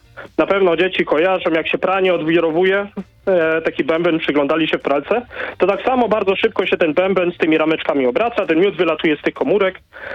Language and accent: Polish; Silesian Voivodeship, Poland; u nas na Śląsku występuje.